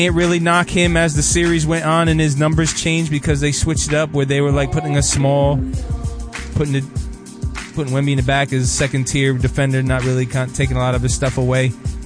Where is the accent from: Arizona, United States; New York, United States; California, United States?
New York, United States; I am from New York.